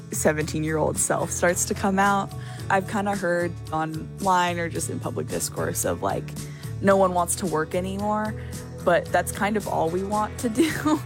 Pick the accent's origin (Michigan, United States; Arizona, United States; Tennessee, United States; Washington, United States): Tennessee, United States; Nashville; born or raised there